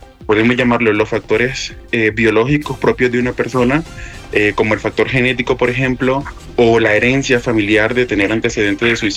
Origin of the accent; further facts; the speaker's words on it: Maicao, La Guajira, Colombia; moved away as an adult; now in Pasto, Colombia; Yo soy nacido y criado en Maicao. Estudié todo el colegio en Maicao y, bueno, ya por temas educativos tuve que desplazarme fuera de la ciudad para poder estudiar.